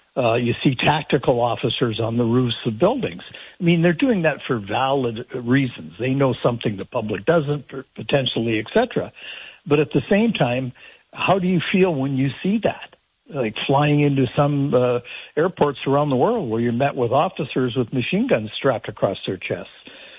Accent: Sault Ste. Marie, Ontario, Canada; I grew up in Sault Ste. Marie

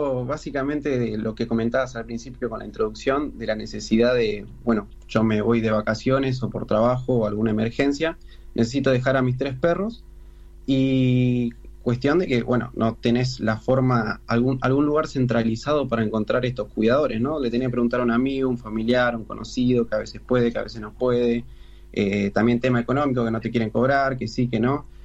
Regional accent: Tigre, Buenos Aires Province, Argentina; yo soy de Tigre

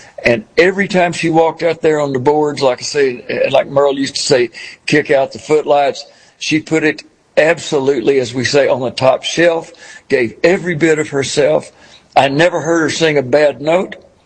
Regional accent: Ireland; Absolutely. Well, she was, well, I'm Irish too.

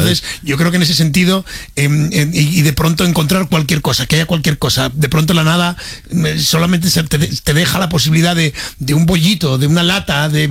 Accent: Asturias, Spain; En por eso yo, siendo asturiano, no, es imposible.

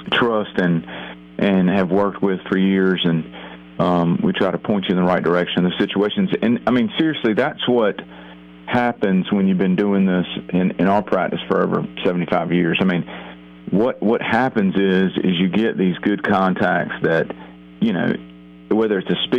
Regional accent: Wilson, North Carolina, United States; I'm from Wilson, so, I mean, Wilson's kind of country.

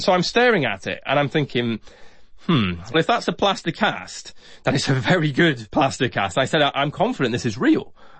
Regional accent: Doncaster, Yorkshire and the Humber, United Kingdom; As a youngster growing up in Doncaster, many of our family trips ended up going to the Yorkshire coastline.

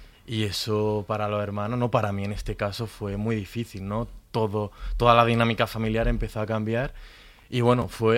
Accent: Granada, Andalusia, Spain

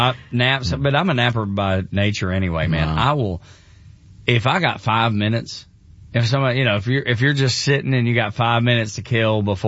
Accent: Georgia, United States; I'm from Northwest Georgia and we love yeah, fried yeah, chicken.

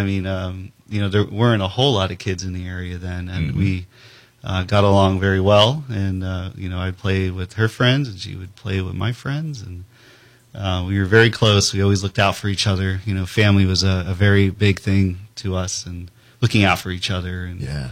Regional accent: Palm Coast, Florida, United States; Oh, I mean, I feel like growing up in Palm Coast was a blessing as a kid. Even though it was a small town, it sometimes felt like nothing to do.

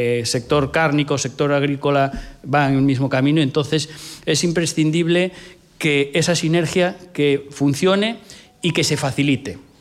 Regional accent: Ribadeo, Galicia, Spain; also born or lived in Vegadeo; yo estudié en el instituto en Vegadeo, por proximidad, ¿no? Aunque pertenezco a Ribadeo, soy de Porto y estamos por proximidad, estudié en el instituto en Vegadeo. Yo era de los pocos que decía que era hijo de ganaderos.

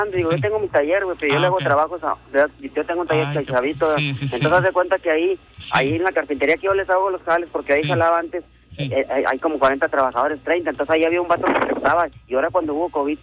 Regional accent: La Fama, Nuevo León, Mexico; No, esos güey no, yo soy de aquí de La Fama, güey, si a lo mejor hasta me conoces.

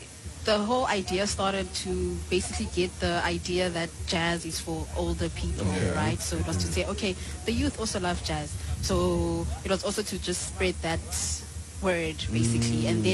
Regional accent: Johannesburg, Gauteng, South Africa; We're from Joburg.

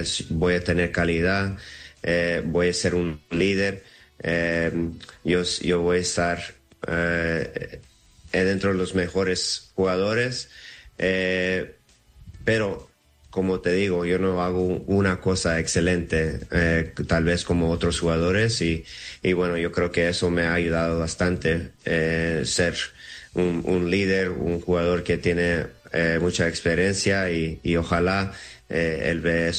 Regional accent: Los Angeles, California, United States; also born or lived in Seattle; Yo nací en Los Ángeles, me crecí ahí, 18 años, y me fui al colegio, a la universidad en Seattle, y ahí me quedé otros 12, 13 años ahí en Seattle.

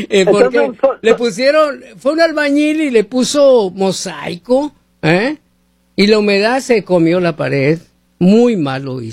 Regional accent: United States; para nosotros como pueblo estadounidense

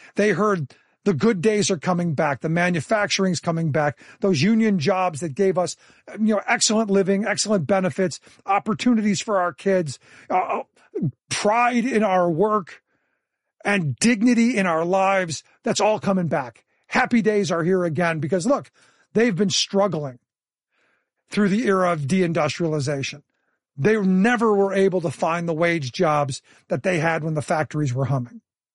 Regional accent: Cleveland, Ohio, United States; I grew up in Cleveland, a manufacturing powerhouse in its day.

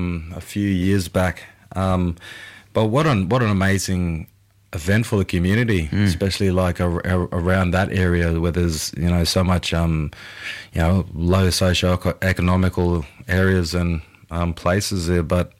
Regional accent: Jumbun, Queensland, Australia; moved away as an adult; also born or lived in Townsville; now in Brisbane, Australia; originally I'm from North Queensland, a little place called Jumbin. It's an small Aboriginal community. Originally also, that's my Gidame side

